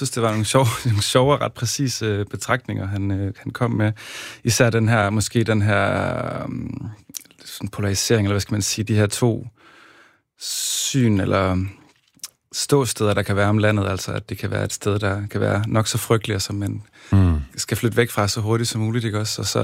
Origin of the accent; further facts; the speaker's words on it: Central Denmark Region, Denmark; also born or lived in Copenhagen; now in Sønderho, Denmark; Ja, jeg har simpelthen, vokset op på Mols og sådan noget, så flyttede jeg rimelig ungt hjemmefra. Jeg var 17 der.